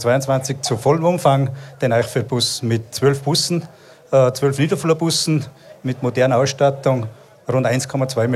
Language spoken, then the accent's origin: German; Salzburg, Austria; Ich darf die Steiermark in der Steiermark arbeiten als Salzburger